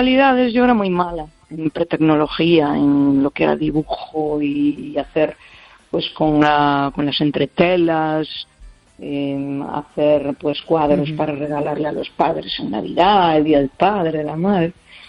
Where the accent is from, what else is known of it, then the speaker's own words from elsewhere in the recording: Galicia, Spain; del Barbanza.